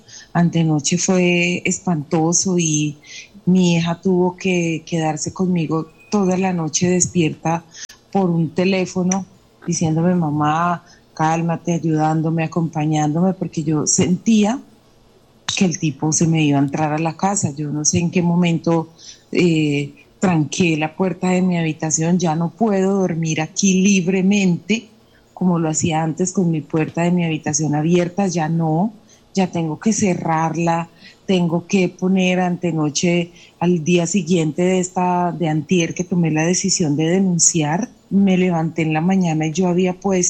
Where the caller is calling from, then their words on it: Colombia; como una colombiana de bien que soy.